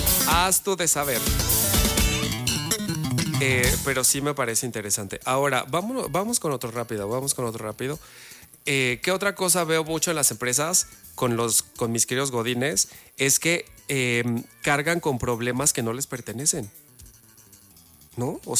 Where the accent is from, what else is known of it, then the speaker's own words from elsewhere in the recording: Mexico; como buenos mexicanos, ¡viva México!